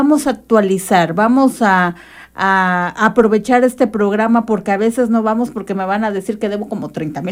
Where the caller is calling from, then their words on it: San Miguel Ixitlán, Puebla, Mexico; Vengo de San Miguel Ixitlán